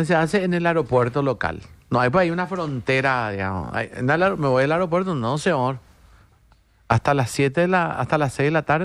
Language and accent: Spanish; Paraguay